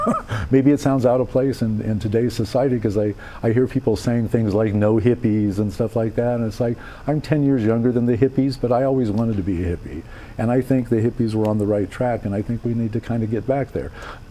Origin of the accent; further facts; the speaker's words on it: El Paso, Texas, United States; I'm from El Paso, right down the road, right originally.